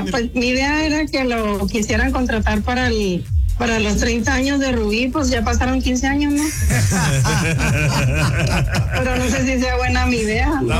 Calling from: Chihuahua, Mexico

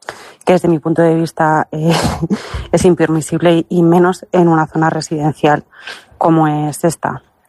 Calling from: Ávila, Castile and León, Spain; soy una vecina de Ávila

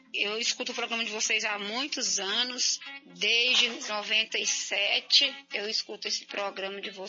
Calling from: Aparecida de Goiânia, Goiás, Brazil; Sou aqui de Goiânia, município de Aparecida de Goiânia. E lembrando que … congrego aqui na Deus e Amor, aqui em Aparecida de Goiânia.

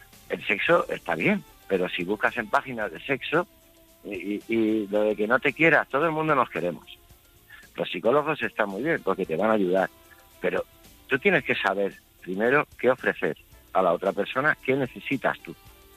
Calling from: Ibiza, Balearic Islands, Spain; Mira, yo soy de Ibiza.

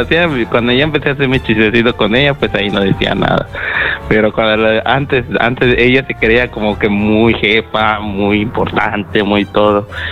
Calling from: Mérida, Yucatán, Mexico; te estoy escuchando aquí desde Mérida. Mérida, Yucatán.

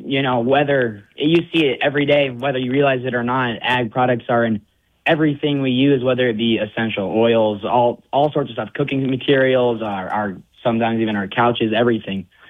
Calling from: Sturgis, South Dakota, United States; I'm from Sturgis, South Dakota.

